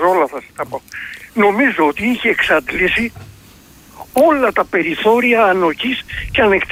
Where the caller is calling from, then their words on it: Attica, Greece; από τα Βόρεια Προάστια.